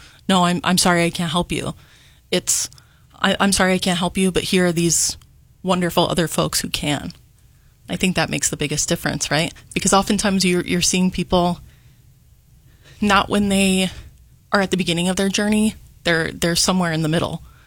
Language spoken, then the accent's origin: English; Syracuse, New York, United States; moved away as an adult; now in Rochester, United States; Yeah, so I can say I've been in the Rochester area for about 10 years now. I love it here. I grew up in the Syracuse area